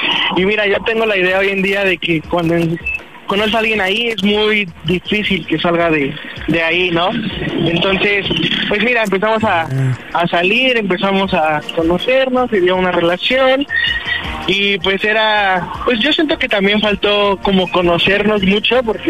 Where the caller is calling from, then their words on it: Ixtapaluca, State of Mexico, Mexico; Tengo 26 y soy de Iztapaluca, Estado de México.